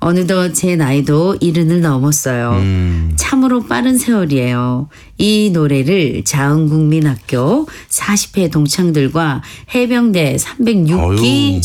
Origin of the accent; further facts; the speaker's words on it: Jaeundo, South Jeolla, South Korea; 저는 전라남도 신안군 자운면에 위치한 자운도에서 태어나 중학교 2학년 때 처음 육지 목포로 나왔습니다.